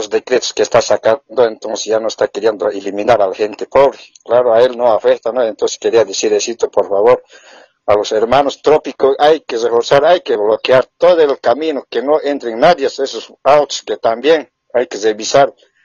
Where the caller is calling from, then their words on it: Santivañez, Cochabamba, Bolivia; soy de Santibáñez, de aquí